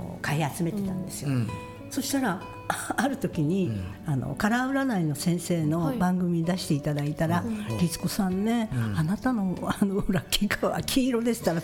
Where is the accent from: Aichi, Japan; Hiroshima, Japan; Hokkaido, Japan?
Hokkaido, Japan; Sapporo; moved away; お母ちゃんと私が札幌で生まれ育ったんですけれども、うん、もうすごいガチガチのやっぱり北海道人